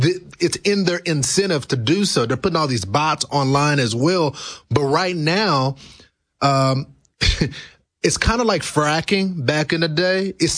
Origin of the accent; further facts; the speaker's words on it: Texas, United States; But right now, look at my home state of Texas.